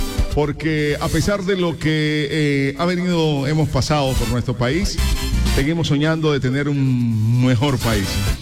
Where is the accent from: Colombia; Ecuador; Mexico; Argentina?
Colombia; somos más los colombianos